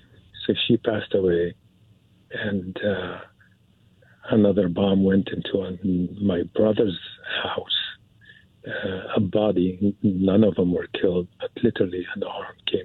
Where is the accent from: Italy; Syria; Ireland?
Syria; moved away as an adult; now in United States; I'm a big believer in God, you know, because I'm from Syria. I grew up in Syria, and I came to this country at 18, got into the movie business.